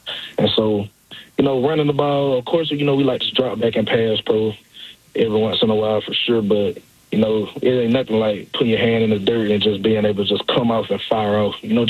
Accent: Georgia, United States; now in Cleveland, United States; I'm originally from South Georgia

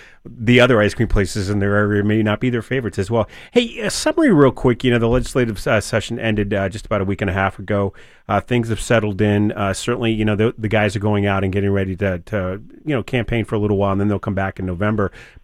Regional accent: Rochester, New Hampshire, United States; Rochester, my hometown

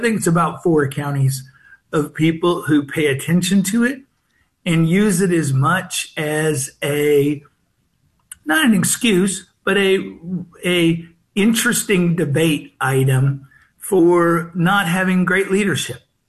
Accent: Missouri, United States; growing up in Southwest Missouri, and my wife's a St. Louis native, so St. Louis has been home psychologically for 35 years, but growing up in Southwest Missouri

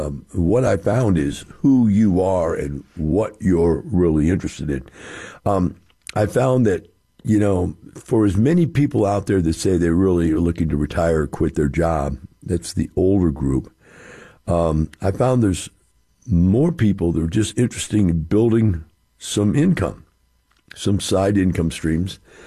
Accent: Missouri, United States; I'm from Missouri.

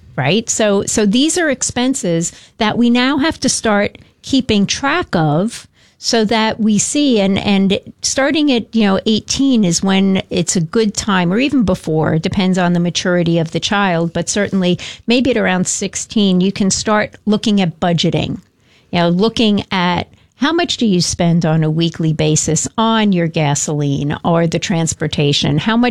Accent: New York City, New York, United States; I grew up in New York, so we had a place out on the island

